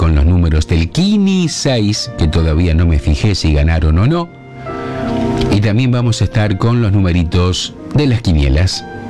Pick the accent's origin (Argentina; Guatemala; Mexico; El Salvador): Argentina; Arequito, Santa Fe; Arequito, mi pueblo